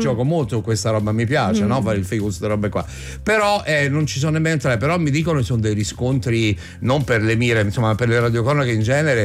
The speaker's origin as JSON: {"language": "Italian", "region": "Calabria", "country": "Italy", "said": "io sono calabrese, sono pescatore."}